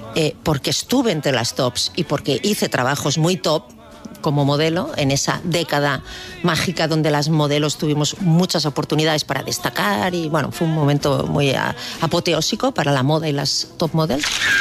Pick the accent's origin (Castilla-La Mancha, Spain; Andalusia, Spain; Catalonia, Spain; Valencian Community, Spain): Catalonia, Spain; Pero es porque yo dije que como catalán no había pareja, no, esto dije, no había pareja más catalana que la nuestra, dije.